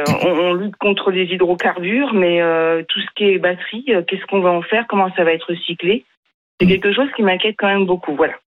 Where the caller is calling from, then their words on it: Orléans, Centre-Val de Loire, France; À Orléans, on a le tram